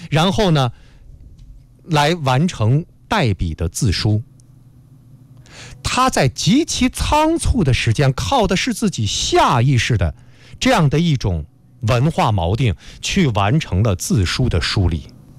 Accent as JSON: {"language": "Chinese", "country": "China", "said": "我们中国人"}